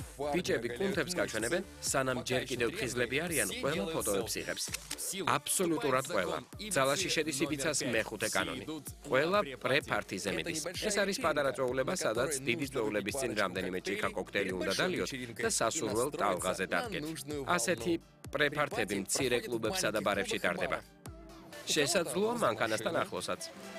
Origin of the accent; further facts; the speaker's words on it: Ukraine; მე უკრაინიდან ვარ